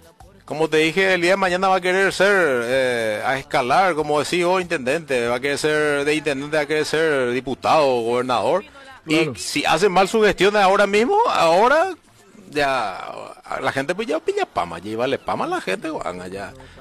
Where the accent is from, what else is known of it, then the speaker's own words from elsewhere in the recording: Carapeguá, Paraguarí, Paraguay; nosotros que venimos, que crecimos en Carapeguá